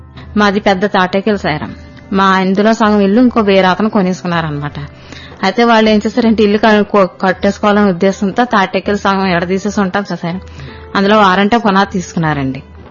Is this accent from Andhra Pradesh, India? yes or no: yes; Vemagiri, Andhra Pradesh, India